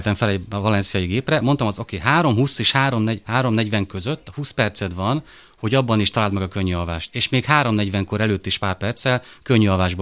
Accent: Szabolcs-Szatmár-Bereg, Hungary; én Szabolcsi vagyok

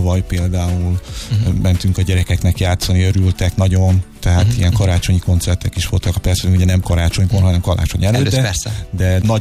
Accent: Hungary; de azért csak itt élünk Magyarországon, magyarok vagyunk, mi is ugyanúgy.

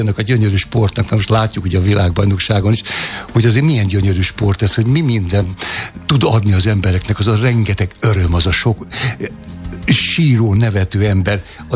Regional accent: Budapest, Hungary; moved away; Újpest, amikor én születtem, akkor még nem tartozott a fővároshoz, ugye 50-ben csatolták hozzá

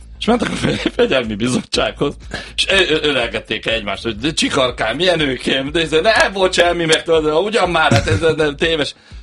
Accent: Budapest, Hungary; Én a legendás Szabó Laci, a Szabó Dékány fedezett sor jobboldali játékosával nőttem föl, egy Gizella úton egy utcában laktunk

